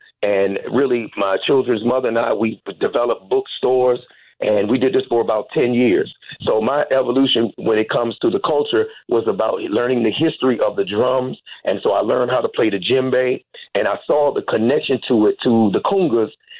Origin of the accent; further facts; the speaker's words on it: Washington, District of Columbia, United States; moved away as an adult; I'm from Washington, D.C., went to Duke Ellington School for the Arts and graduated 1985. So I left Washington in 85.